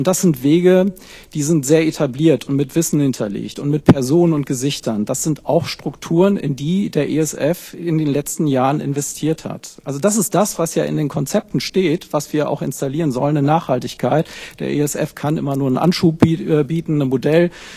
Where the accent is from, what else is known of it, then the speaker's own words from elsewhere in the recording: Flensburg, Schleswig-Holstein, Germany; Und da reden wir nicht, und gerade ich komme aus Flensburg, nicht von großen Unternehmen.